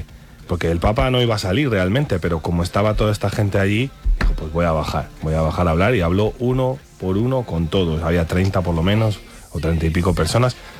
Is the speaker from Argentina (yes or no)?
no; Tordesillas, Castile and León, Spain; also born or lived in Madrid; Yo soy de Tordesillas y bueno, vine aquí a estudiar. Estudié economía en la Universidad de Valladolid, pero bueno, luego me fui a Madrid